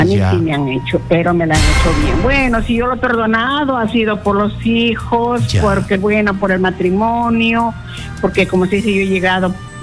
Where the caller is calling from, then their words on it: Santa Anita, Lima, Peru; Yo estoy llamando de acá, de Santa Anita.